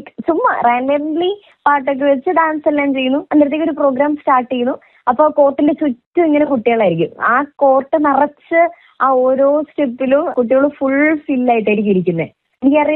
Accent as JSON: {"language": "Malayalam", "town": "Kanjirappally", "region": "Kerala", "country": "India", "tie": "born or raised there", "moved": "as an adult", "said": "ഞാൻ കാഞ്ഞിരപ്പള്ളി സ്വദേശിനിയാണ്."}